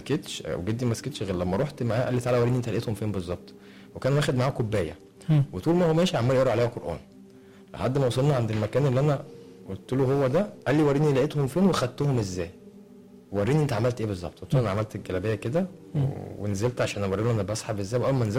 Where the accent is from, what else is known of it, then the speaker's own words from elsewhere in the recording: Upper Egypt, Egypt; مره وانا صغير عندنا في الصعيد